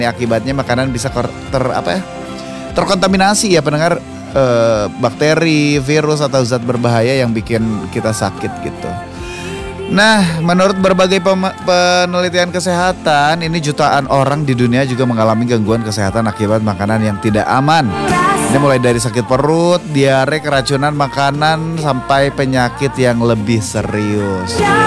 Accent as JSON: {"language": "Indonesian", "town": "Bandung", "region": "West Java", "country": "Indonesia", "said": "Sebagai orang Bandung sebagai orang Bandung yang segal aci-acian gitu kan ya pendengar ya."}